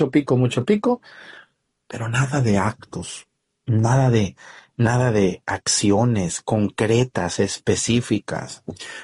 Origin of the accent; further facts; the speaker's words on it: Mexticacán, Jalisco, Mexico; ustedes pueden ir a Mexticacán, mi pueblo